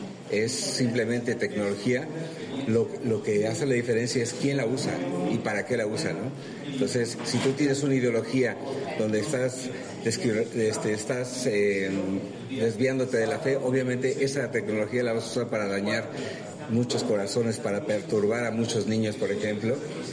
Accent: Mexico City, Mexico; Y Cristal y un servidor, que somos esposos, venimos de la Ciudad de México.

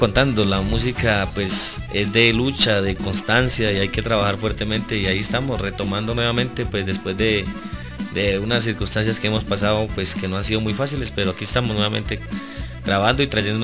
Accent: Puerto Concordia, Meta, Colombia; also born or lived in San Martín de los Llanos, Meta; Yo soy oriundo del Meta, de un pueblo que se llama San Martín de los Llanos, criado en un pueblo muy pequeñito con un corazón muy grande, dice mi papá, Puerto Concordia Meta

